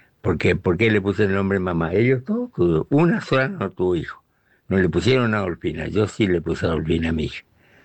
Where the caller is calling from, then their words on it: Clorinda, Formosa, Argentina; Y el próximo se iba a llamar Clorinda, como mi pueblo, ¿no? Así que, como mi ciudad, como quiera llamarle. Formosa también, de Formosa.